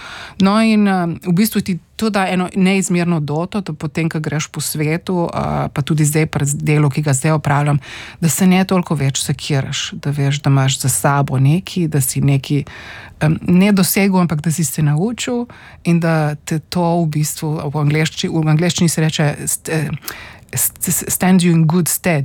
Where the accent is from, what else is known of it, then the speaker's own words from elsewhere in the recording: Postojna, Primorska, Slovenia; Jaz sem odraščala v Postojni, se pravi pri, oziroma bom rekla splošno na Primorskem, moj